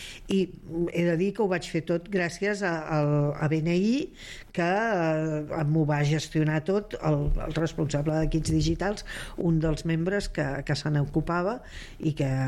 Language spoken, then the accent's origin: Catalan; Catalonia, Spain; I jo, com a bona catalana, vaig preguntar, el preu és el mateix?